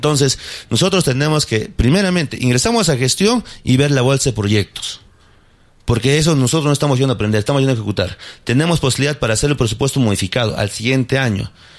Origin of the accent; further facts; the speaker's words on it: Hunter, Arequipa, Peru; Somos jóvenes de Hunter que queremos lo mejor para el distrito. Yo vivo en Hunter, yo amo a Hunter